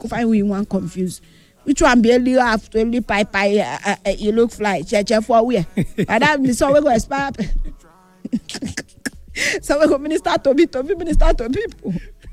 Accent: Nigeria; my country, Nigeria

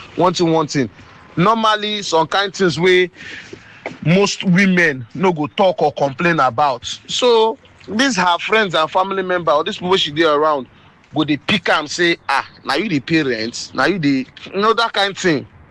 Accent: Nigeria; as a Nigerian man

